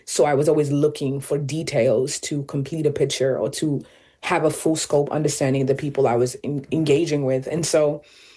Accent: Cairo, Cairo Governorate, Egypt; first language Arabic; English is a second language; also born or lived in Khartoum, Sudan; Well, Arabic is my first language. And I grew up, I was born in Sudan, Khartoum, and I moved. My mother left and fled when I was about 4 years old and moved to Cairo.

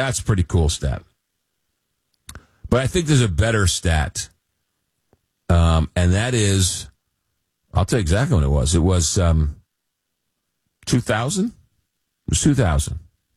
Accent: New York, United States; I grew up in Long Island, and I used to go to New York

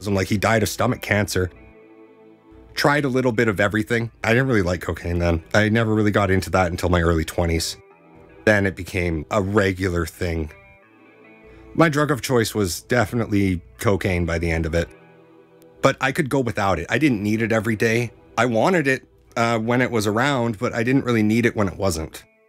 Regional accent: Vancouver, British Columbia, Canada; I'm from the Cayuga Checklisette tribe in Vancouver, British Columbia.

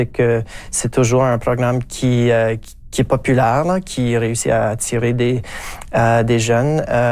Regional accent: Edmonton, Alberta, Canada; also born or lived in Saskatoon; now in Regina, Canada; J'ai habité à Regina, j'habite à Regina depuis toute ma vie adulte. J'ai grandi à Edmonton d'abord et ensuite à Saskatoon et à Regina.

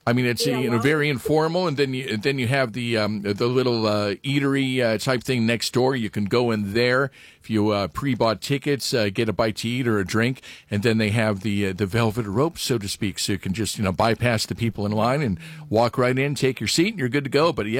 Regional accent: Niles, Ohio, United States; Yeah, born and raised in Niles. That's me. On the south side.

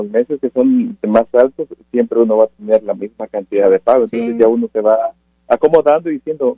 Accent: Guatemala; Ah, yo soy de Guatemala.

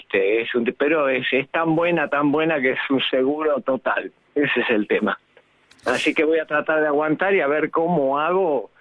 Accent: Buenos Aires, Argentina; Villa Crespo, sí, la avenida Estado Israel. De un lado es Crespo y de enfrente es Almagro.

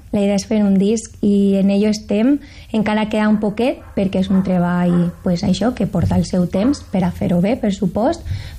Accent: Paiporta, Valencian Community, Spain; esteu tots i totes convidats a un festival que faran en el meu poble, en Paiporta, sobre la Dana, per a recaudar fondos, i ahí estaré cantant les meues cançons.

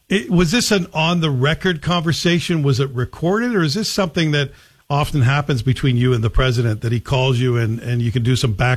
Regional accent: Canada; also born or lived in Los Angeles; I'm in Canada, but I did host a radio show in Los Angeles for about half a dozen years. And as a Canadian working there

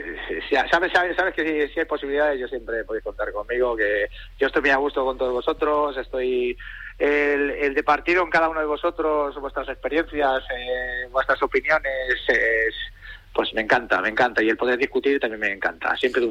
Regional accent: Madrid, Community of Madrid, Spain; now in A Coruña, Spain; creo que soy más coruñés que madrileño ahora, por el tiempo que llevo ya en la ciudad

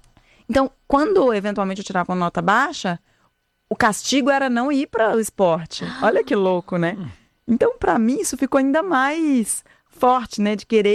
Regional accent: Fortaleza, Ceará, Brazil; born or raised there; moved away as an adult; also born or lived in Rio de Janeiro

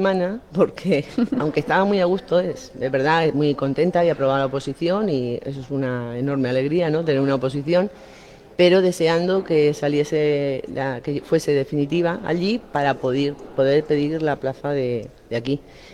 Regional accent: San Miguel de Salinas, Valencian Community, Spain; also born or lived in Almería; en mi pueblo, soy San Miguelera.

